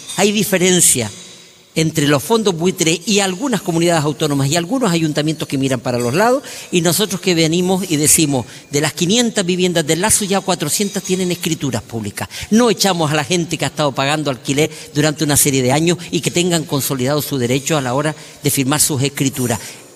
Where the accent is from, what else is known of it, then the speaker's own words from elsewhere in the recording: Canary Islands, Spain; yo como canario